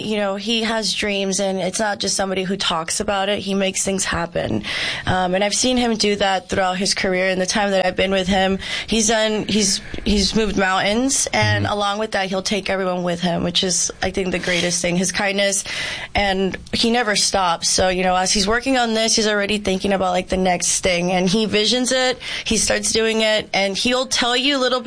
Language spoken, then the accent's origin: English; Los Angeles, California, United States; moved away; I'm originally from California.